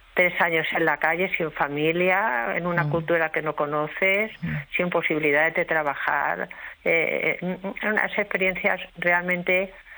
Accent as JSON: {"language": "Spanish", "town": "Badalona", "region": "Catalonia", "country": "Spain", "said": "yo volví a Badalona, yo soy de Badalona, pero he estado muchos años viviendo fuera de Badalona"}